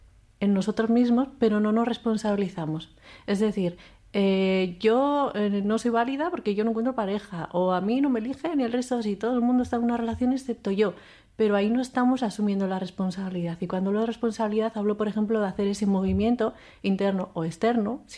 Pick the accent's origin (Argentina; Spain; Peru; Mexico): Spain; Basque Country; Pero aquí que somos como muy vascos, ¿no?